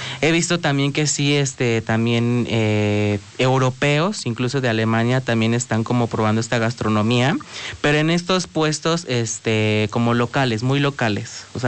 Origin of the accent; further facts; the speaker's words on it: Mexico; Siendo como mexicano